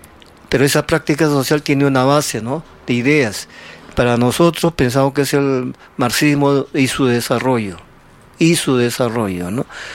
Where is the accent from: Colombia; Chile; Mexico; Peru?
Peru